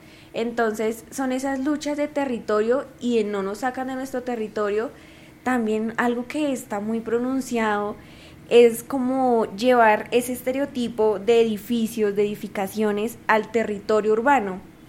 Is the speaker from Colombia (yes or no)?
yes; Bogotá, Colombia; yo vengo desde la ruralidad de Usme Pueblo, muy diferente la de Cundinamarca a la de Tolima, ¿no?